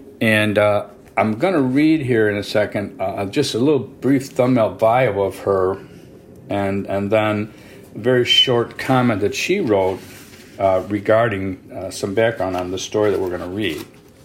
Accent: Singapore; one of those folk tales that I feel like I've always just been familiar with, growing up in Singapore, probably from cultural osmosis.

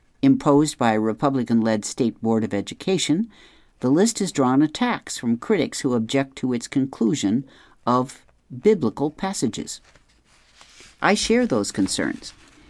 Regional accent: Pennsylvania, United States; In my home state of Pennsylvania, for example, school districts banned nearly 300 books between 2023 and 2025.

